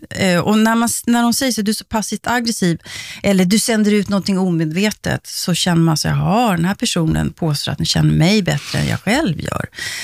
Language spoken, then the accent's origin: Swedish; Sweden